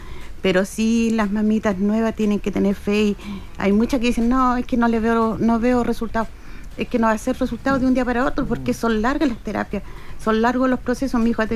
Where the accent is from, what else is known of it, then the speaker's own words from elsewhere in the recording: Chile; somos todos los chilenos los que damos